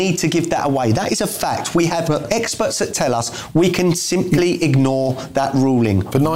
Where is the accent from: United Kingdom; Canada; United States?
United Kingdom; I'm proud to own that as a Brit.